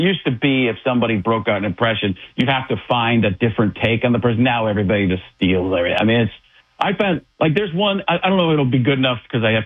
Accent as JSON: {"language": "English", "town": "Waukesha", "region": "Wisconsin", "country": "United States", "tie": "born or raised there", "said": "And I grew up in Waukesha. That's like, you know, just a little bit down the road."}